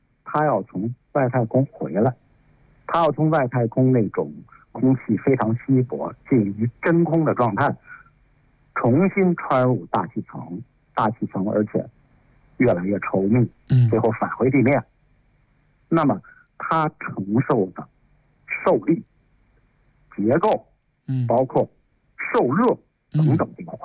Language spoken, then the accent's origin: Chinese; China